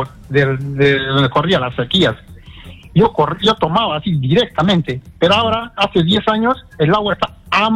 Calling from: Tambo Valley, Arequipa, Peru; yo vivo, soy del Valle de Tambo.

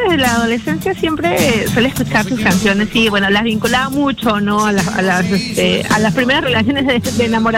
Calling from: Lima, Peru; Desde Comas.

